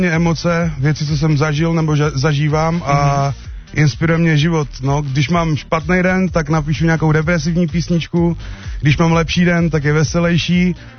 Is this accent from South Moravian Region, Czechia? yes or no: yes; Ivančice, South Moravian Region, Czechia; born there; Narodil jsem se v Ivančicích.